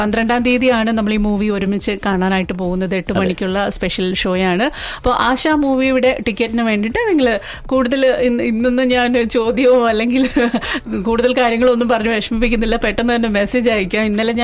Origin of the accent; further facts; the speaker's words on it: Thiruvananthapuram, Kerala, India; ഞങ്ങളുടെ തിരുവനന്തപുരത്ത് മരച്ചീനി എന്നാണ് പറയുന്നത്.